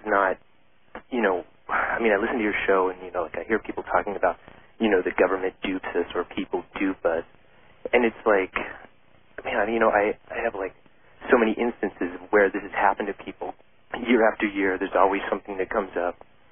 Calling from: San Francisco, California, United States; in San Francisco.

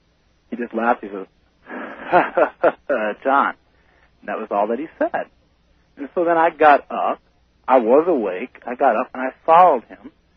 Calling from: Ojai, California, United States; I'm calling from Ojai, California.

